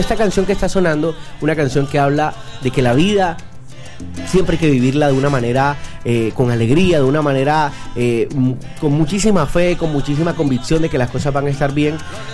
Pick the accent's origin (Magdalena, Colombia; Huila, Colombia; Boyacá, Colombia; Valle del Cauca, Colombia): Boyacá, Colombia; soy de Sobachocha.